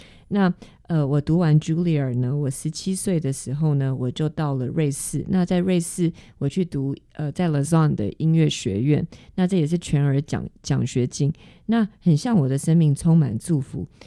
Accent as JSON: {"language": "Chinese", "country": "South Korea", "also_born_or_lived": "Switzerland / United States", "moved": "yes", "said": "当时呢, 我是韩国人"}